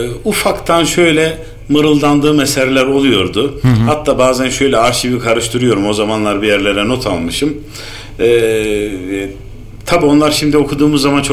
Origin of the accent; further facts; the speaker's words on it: Tunceli Province, Turkey; also born or lived in Erzincan; Erzincan doğumlu Tunceliyim. Afyon'dan evliyim. Eşim Afyonlu.